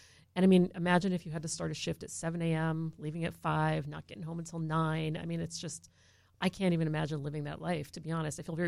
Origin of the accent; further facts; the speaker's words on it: New York, United States; moved away as an adult; also born or lived in Englewood, New Jersey / Albany, New York / Baltimore, Maryland; now in Orlando, United States; I was born in Englewood, New Jersey. Grew up in right outside of New Jersey in a small town in upstate New York, and then I went to college upstate, and then moved down to Baltimore because I was living in Albany, New York